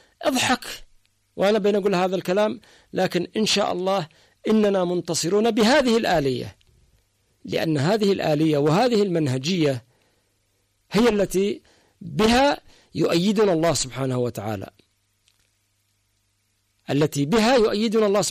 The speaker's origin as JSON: {"language": "Arabic", "country": "Yemen", "said": "إحنا شربنا كراهية السعودية، رضعناها رضاعة من حليب أمهاتنا، كل اليمنيين تقريبا."}